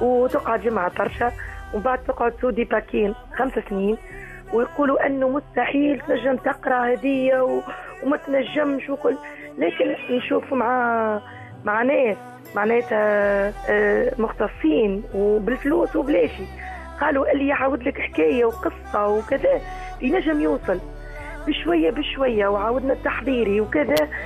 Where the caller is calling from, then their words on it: Dar Chaabane, Nabeul Governorate, Tunisia; من نابل، دار شعبان الفيري بالتحديد.